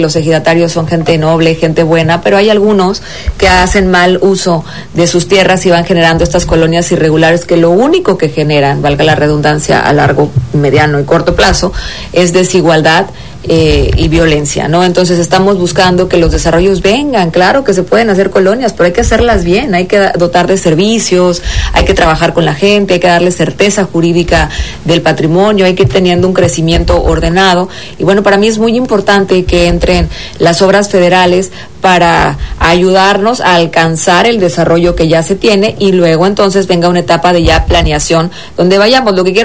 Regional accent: Quintana Roo, Mexico; cuando éramos niños en Quintana Roo

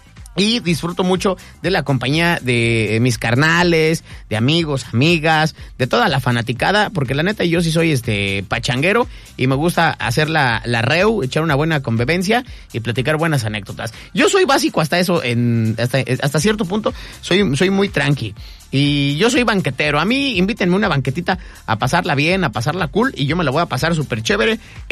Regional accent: Mexico City, Mexico; moved away; allá en la Capirucha, de donde soy yo y en el Establo de México

